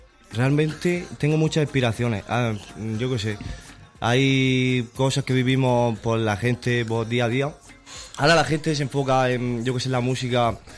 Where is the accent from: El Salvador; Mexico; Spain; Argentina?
Spain; Alguazas, Region of Murcia; un chaval de ahí, de mi pueblo, de Alguaza.